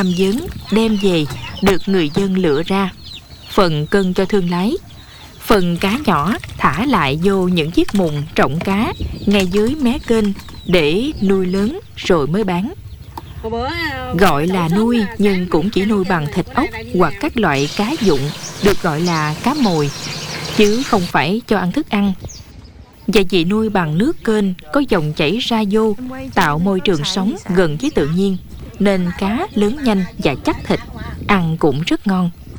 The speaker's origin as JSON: {"language": "Vietnamese", "region": "Kien Giang", "country": "Vietnam", "tie": "born or raised there", "said": "Ở Kiên Giang quê tôi"}